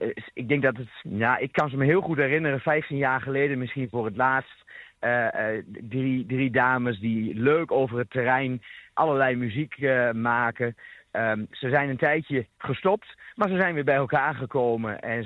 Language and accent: Dutch; Diepenheim, Overijssel, Netherlands